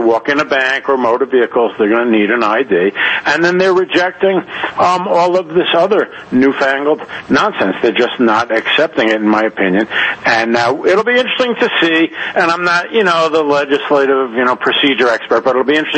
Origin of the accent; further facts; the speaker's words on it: New York, United States; now in Manhattan, United States; I mention that because I'm from Nassau County my whole life, and recently, relatively recently, you know, moved into Manhattan.